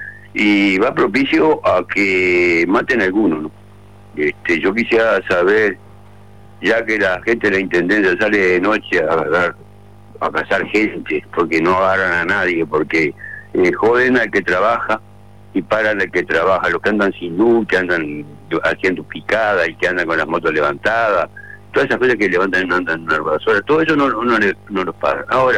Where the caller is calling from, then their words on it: Maldonado, Uruguay; soy un vecino de Maldonado, y yo ando en moto, ¿no?